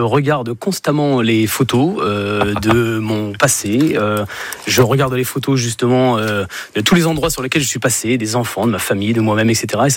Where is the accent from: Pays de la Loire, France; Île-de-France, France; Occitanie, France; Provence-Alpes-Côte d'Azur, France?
Île-de-France, France; Aubervilliers; born there; Oui, je suis né à Aubervilliers, en 1983, en région parisienne.